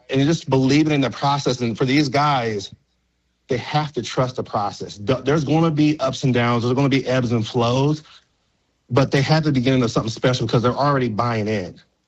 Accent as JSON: {"language": "English", "region": "Tennessee", "country": "United States", "tie": "born or raised there", "also_born_or_lived": "New Jersey", "said": "my parents were stationed up in New Jersey. That's where I was born, and my brother was actually born in Germany. Ooh. So we moved to Tennessee when I was three. I remember is Tennessee, so that's home. It's just I was born in New Jersey."}